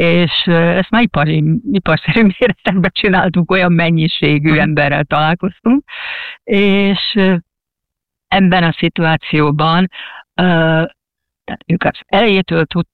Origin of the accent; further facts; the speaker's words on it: Hungary; mi magyarok vagyunk